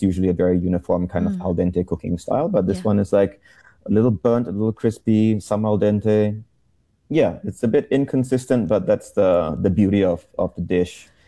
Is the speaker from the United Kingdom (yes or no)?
no; Singapore; because I grew up around Holland Village back in those days, anyway, like many years ago.